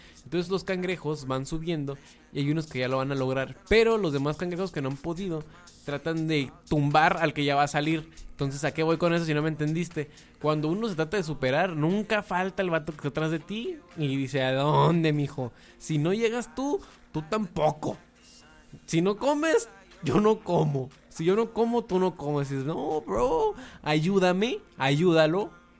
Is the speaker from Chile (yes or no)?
no; Mexico